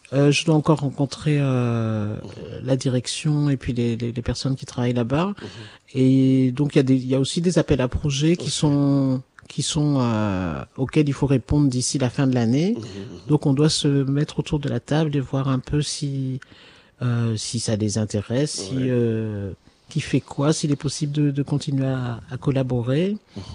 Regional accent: France; moved away; j'ai grandi en France au milieu de Français. Vous entendez d'ailleurs mon accent.

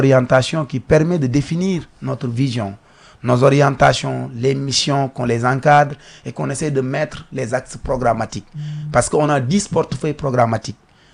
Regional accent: Senegal; nous sommes Sénégalais

